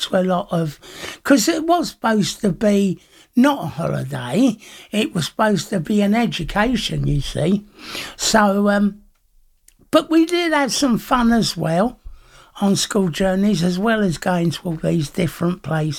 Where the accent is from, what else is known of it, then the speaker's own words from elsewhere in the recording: London, United Kingdom; when I grew up in London